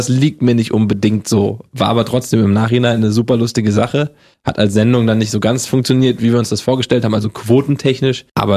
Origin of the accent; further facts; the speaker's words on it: Hesse, Germany; accent: Hessian; Das Hessisch abtrainieren, komme ich aus Hessen, da hatte ich so diesen Dialekt gleich drauf, der wurde mir abtrainiert. War auch gut so, aber ohne, dass ich jetzt meine hessischen Wurzel verliere.